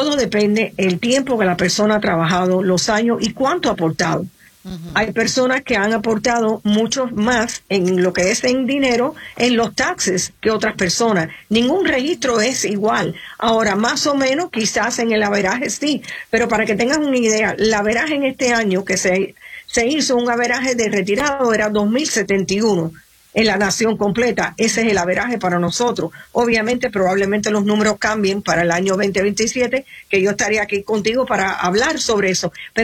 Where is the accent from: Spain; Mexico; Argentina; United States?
United States; born there; Yo llevo 48 años trabajando en este país. Nací aquí.